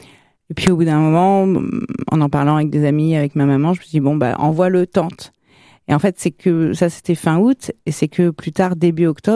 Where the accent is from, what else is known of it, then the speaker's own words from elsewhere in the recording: Versailles, Île-de-France, France; also born or lived in Liverpool; now in Bordeaux, France; J'ai grandi à Versailles.